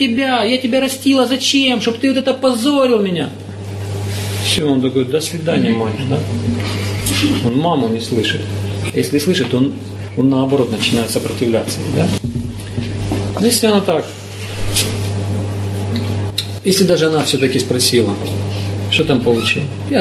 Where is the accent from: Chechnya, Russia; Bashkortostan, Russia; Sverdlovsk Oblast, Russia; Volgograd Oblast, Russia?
Chechnya, Russia; До сих пор у цыгане и на востоке, в Чечне в частности, там откуда я родом, там до сих пор этот принцип учитывается.